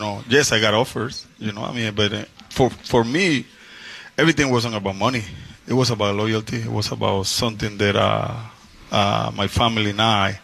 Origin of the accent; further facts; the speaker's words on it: Puerto Caimito, Panamá Oeste, Panama; moved away as an adult; now in New York, United States; coming from Panama, small town called Puerto Caimito, and then landing here in New York